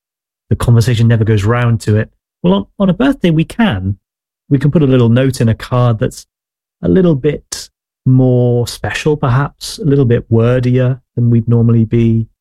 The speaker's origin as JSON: {"language": "English", "country": "United Kingdom", "said": "I'm a Brit"}